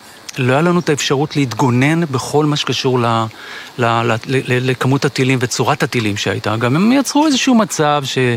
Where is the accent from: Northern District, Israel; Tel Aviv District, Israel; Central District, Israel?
Northern District, Israel; Kiryat Shmona; born there; now in Metula, Israel; אני נולדתי בקריית שמונה, עברתי למטולה.